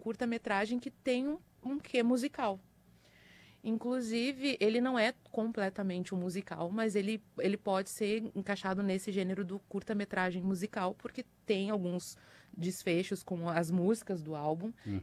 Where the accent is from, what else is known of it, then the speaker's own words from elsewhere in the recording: Alvorada, Rio Grande do Sul, Brazil; Eu sou de Alvorada.